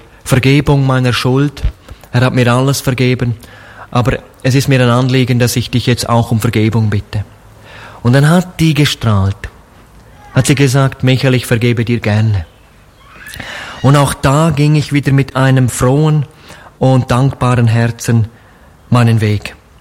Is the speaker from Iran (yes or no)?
no; Graubünden, Switzerland; Da, wo ich aufgewachsen bin, entspringt der Rhein, der dann auch durch Deutschland fließt.